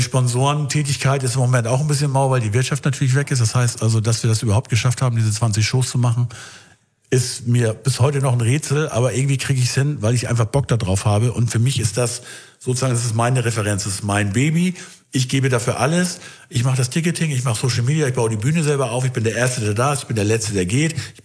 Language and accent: German; Schleswig, Schleswig-Holstein, Germany; Ich komme ja aus Schleswig, also ich bin ja geboren in Schleswig und da gibt's unten an der Schlei einen Stadthafen